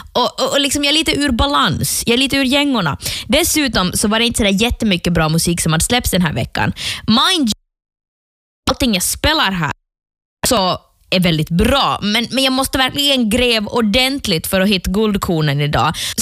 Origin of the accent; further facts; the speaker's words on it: Ostrobothnia, Finland; moved away; jag har varit hemma i Österbotten några dagar